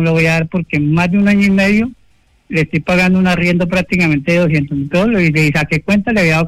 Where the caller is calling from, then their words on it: Acacías, Meta, Colombia; Llamo de Acacias Meta.